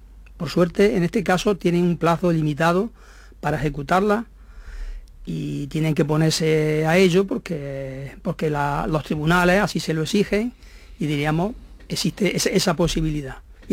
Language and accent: Spanish; Jaén, Andalusia, Spain; la identidad que tenemos, la gente de Jaén, pues es nuestro paisaje, nuestra montaña, nuestra catedral, nuestra ciudad.